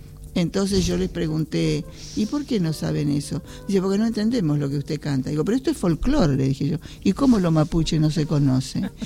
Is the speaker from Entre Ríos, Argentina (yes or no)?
no; Los Toldos, Buenos Aires Province, Argentina; born there; moved away; De Los Toldos, donde yo nací, que fui la última que nació en la comunidad de Los Toldos, hoy General Viamonte también.